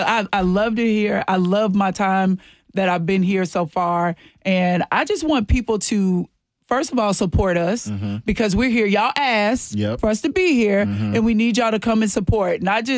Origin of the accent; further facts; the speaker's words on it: Mississippi, United States; also born or lived in Dallas; now in Nashville, United States; I grew up in Mississippi. I moved here from Dallas, Texas.